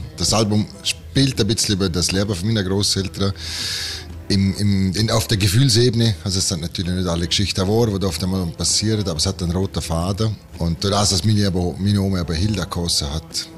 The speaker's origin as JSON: {"language": "German", "region": "Vorarlberg", "country": "Austria", "said": "Ich bin Bregenzer Wälder und sterbe Bregenzer Wälder."}